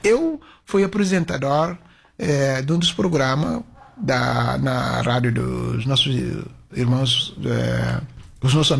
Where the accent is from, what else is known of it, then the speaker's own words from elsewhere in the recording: Bissau, Guinea-Bissau; eu consigo falar português porque eu cresci em Bissau